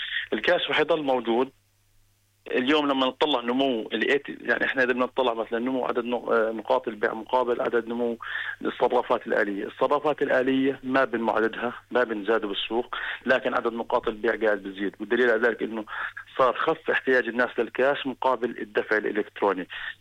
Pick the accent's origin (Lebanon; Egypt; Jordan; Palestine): Jordan